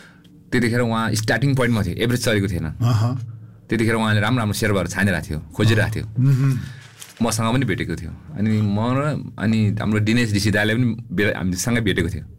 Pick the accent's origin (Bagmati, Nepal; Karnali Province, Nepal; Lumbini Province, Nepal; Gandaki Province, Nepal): Bagmati, Nepal; Rolwaling; अहिले त माथि मेरो आफ्नै गाउँमा रलबालिङमा चाहिँ लज छ एउटा, आमा र दिदीले रन गरेर छ.